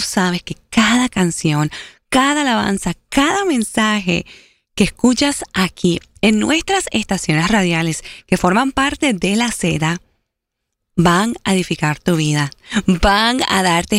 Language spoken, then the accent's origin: Spanish; Florida, United States; yo crecí aquí en los Estados Unidos, aquí en la Florida